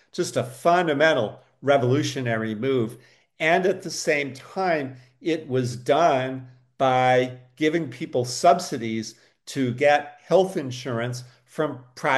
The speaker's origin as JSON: {"language": "English", "region": "Massachusetts", "country": "United States", "said": "I'm from Massachusetts."}